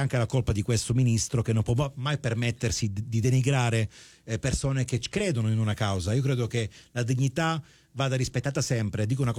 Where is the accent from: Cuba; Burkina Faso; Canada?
Canada; da canadese quando vado al sud mi sento il re